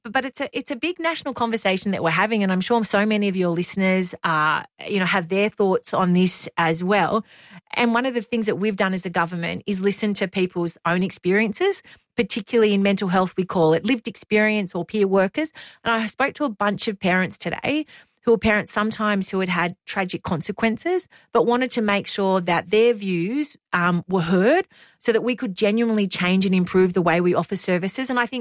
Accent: Wyong, New South Wales, Australia; I was the specialist mental health pharmacist at our local hospital in Wyong in my hometown.

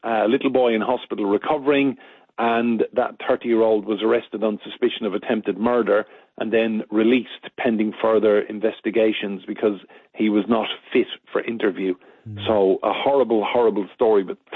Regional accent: Ireland; now in England, United Kingdom; Well, I'm Irish, Pat

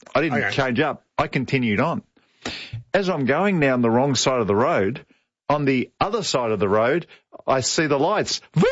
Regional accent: Australia; I'm from Australia.

